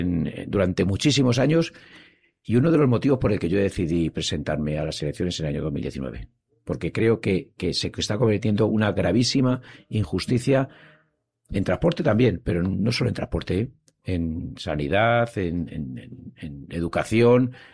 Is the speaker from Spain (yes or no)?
yes; Community of Madrid, Spain; oye, que somos madrileños de pleno derecho